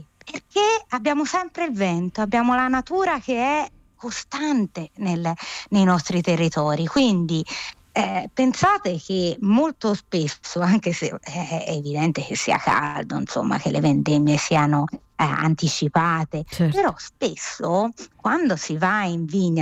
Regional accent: Tuscany, Italy; accent: Tuscan; Che io sono toscana, lo sentite

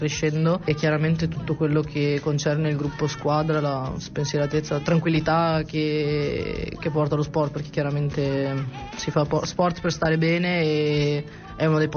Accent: Cittadella, Veneto, Italy; nel paese in cui vivo perché vengo da Cittadella.

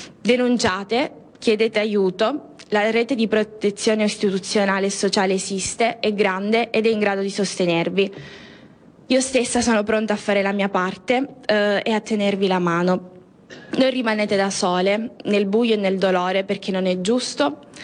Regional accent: Calabria, Italy; sono donna, perché sono calabrese e perché vengo da un piccolo paesino

